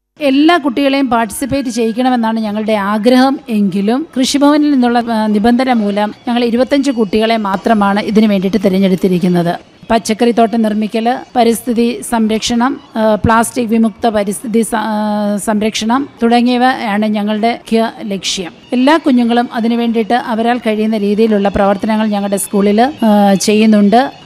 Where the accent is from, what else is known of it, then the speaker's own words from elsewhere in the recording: Kollakadavu, Kerala, India; born there; കൊല്ലകടവാണ് എന്റെ സ്വദേശം. വെൺമണിയോട് ചേർന്ന് കിടക്കുന്ന ഒരു പ്രദേശമാണ്. ഈ രണ്ട് പ്രദേശങ്ങളും കാർഷിക വൃത്തിയിൽ ഏർപ്പെട്ടിരിക്കുന്ന ജനങ്ങളാൽ നിബിഡമായ സ്ഥലമാണ്. അതുപോലെ തന്നെ ധാരാളം വയലുകളാൽ സമ്പുഷ്ടമായ നാടും കൂടിയാണ്.